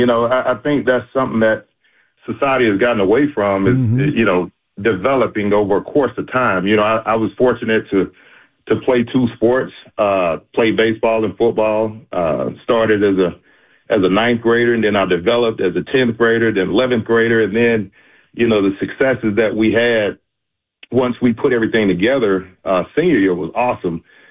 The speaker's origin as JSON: {"language": "English", "region": "Georgia", "country": "United States", "also_born_or_lived": "Dunwoody, Georgia", "said": "We came from the South Side up to the North Side."}